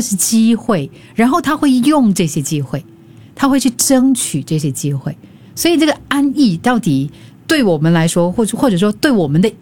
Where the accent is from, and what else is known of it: Singapore